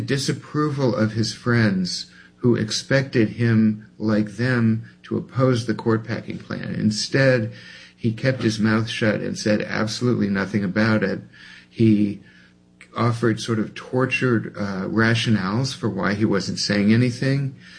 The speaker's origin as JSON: {"language": "English", "town": "New Orleans", "region": "Louisiana", "country": "United States", "tie": "born or raised there", "said": "And that sort of stands for everything about how I was raised in New Orleans."}